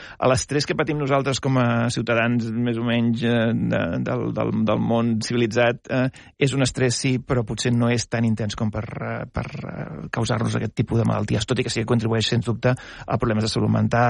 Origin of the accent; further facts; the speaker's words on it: Blanes, Catalonia, Spain; he crescut a Blanes anant al cinema moltíssim. Tenia un oncle que tenia els cinemes de Blanes